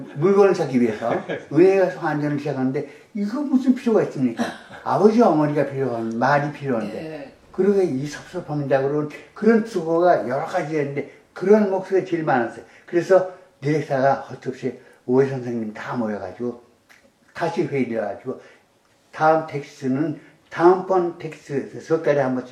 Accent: Seoul, South Korea; born there; 나 서울 태생인데

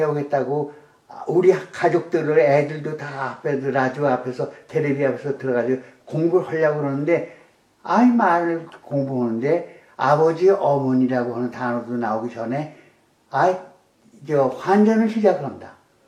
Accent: Seoul, South Korea; born there; 근데 내가 하는 난 서울 태생인데 네.

